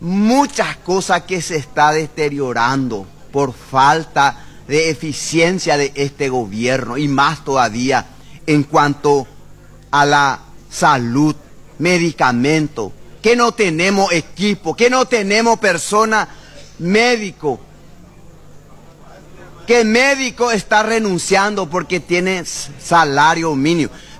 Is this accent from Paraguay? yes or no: yes; Paraguay; como paraguayo y liberal